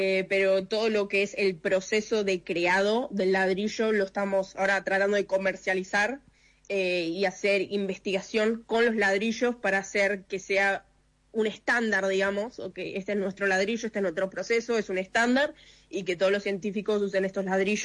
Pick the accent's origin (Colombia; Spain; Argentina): Argentina; moved away as an adult; now in United States; soy argentina, nací acá, me crecí acá, todo acá, me crié acá y obviamente mis papás, toda mi familia sigue estando en Argentina